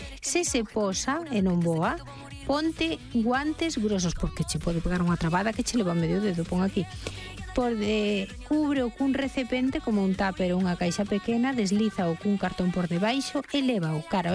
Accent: Vigo, Galicia, Spain; cando era pequena e vivía en Vigo, había enfrente da miña casa unha fábrica abandonada

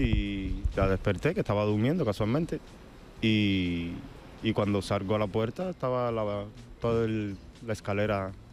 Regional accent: Cuba; porque como que era que sea, somos cubanos y no... Y como tal, entre cubanos nos saludamos

